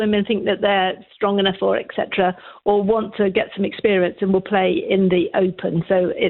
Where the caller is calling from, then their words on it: South West England, United Kingdom; I'm from Wiltshire, but at the moment I'm in sunny Limerick.